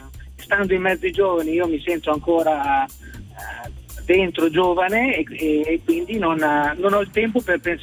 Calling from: Piacenza, Emilia-Romagna, Italy; Da Piacenza.

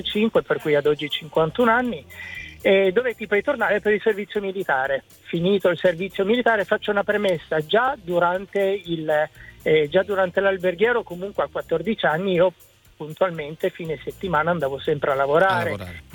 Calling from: Piedmont, Italy; Io vi chiamo dalla provincia di Torino.

